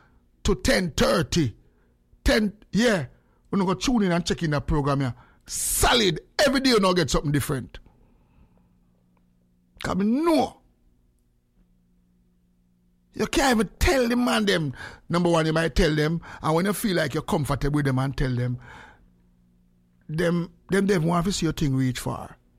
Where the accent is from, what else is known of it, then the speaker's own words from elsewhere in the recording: Jamaica; Remember, we come from Jamaica. Music, our message, you know? For those who don't know, we are Jamaican men. Our message, 99% of our lifestyle from Jamaica is music.